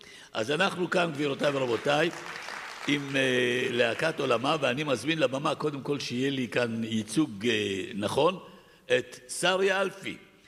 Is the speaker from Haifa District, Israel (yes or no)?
yes; Pardes Hanna, Haifa District, Israel; born there; כי עליתי איתה לארץ לבד, היא, אני והאוהל בתוך המעברה בפרדס חנה, זה מה היה, שנתיים.